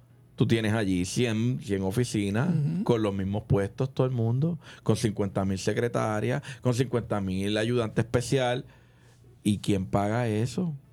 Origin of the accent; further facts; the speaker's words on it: Puerto Rico; En Puerto Rico vivimos una isla